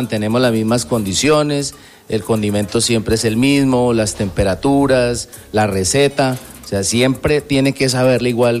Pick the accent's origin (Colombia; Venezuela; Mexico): Colombia; Villavicencio, Meta; Somos una empresa llanera, yo soy de aquí, de Villavicencio.